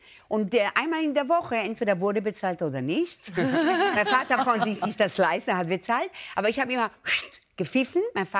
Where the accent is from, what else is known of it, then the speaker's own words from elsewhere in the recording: Israel; German is a second language; Das heißt, ich bin aufgewachsen mit der Weltküche, weil wir als Kinder in Israel sind draußen aufgewachsen.